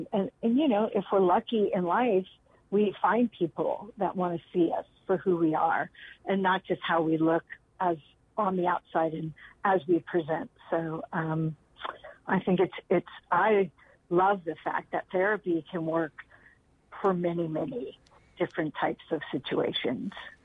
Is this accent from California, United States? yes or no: yes; California, United States; I'm a Californian and I know what's available here